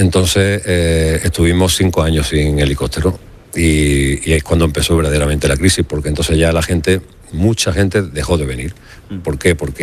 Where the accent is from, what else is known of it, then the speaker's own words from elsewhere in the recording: Cabra, Andalusia, Spain; now in Ceuta, Spain; como egabrense, pero con alma caballa, porque llevo 34 años aquí